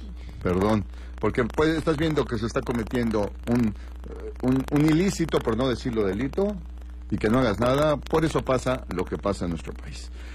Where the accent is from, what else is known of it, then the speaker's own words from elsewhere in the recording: Mexico City, Mexico; born there; Yo como disfrutaba todavía hace muchos ayeres, pues, de niño … todavía en la Ciudad de México había establos.